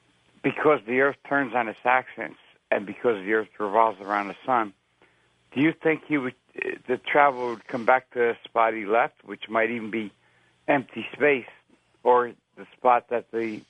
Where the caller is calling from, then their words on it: New Jersey, United States; in New Jersey.